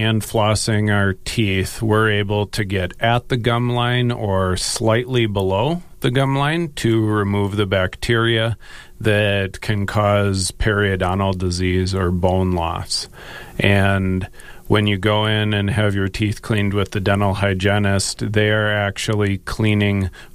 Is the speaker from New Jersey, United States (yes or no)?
no; Minnesota, United States; also born or lived in Fairbanks, Alaska; now in Brookings, United States; wife and I moved to Brookings from Fairbanks, Alaska about 10 years ago. We're both originally from southwest Minneapolis suburbs and are raising four kids here.